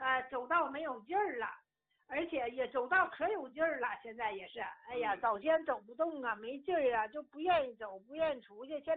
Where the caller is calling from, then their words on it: Harbin, Heilongjiang, China; 哎，常老师，我是哈尔滨的老患者了。